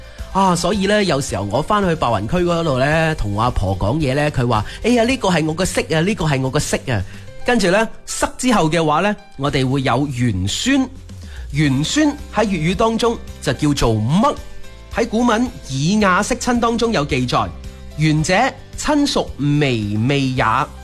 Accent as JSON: {"language": "Cantonese", "region": "Guangdong", "country": "China"}